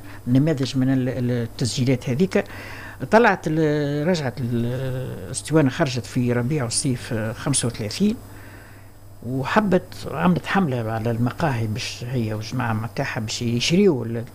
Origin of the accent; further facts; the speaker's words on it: Tunisia; accent: Tunisian dialect; كما نقولوا باللغة بلهجتنا التونسية